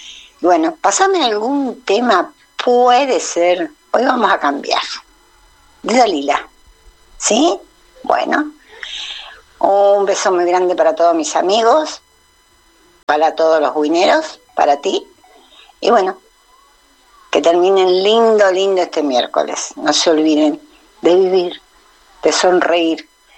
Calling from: Andino, Santa Fe, Argentina; acá, desde Andino, una vez más.

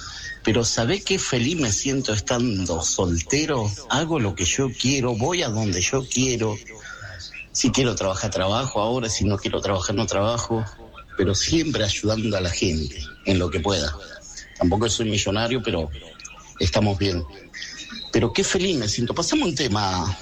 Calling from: Río Negro, Argentina; Te hablo acá de la zona de Río Negro.

